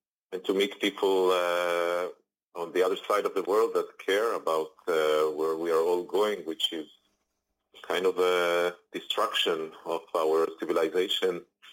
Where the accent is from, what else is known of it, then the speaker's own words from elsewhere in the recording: Israel; I was born in Israel, 1972, to a very Zionist family.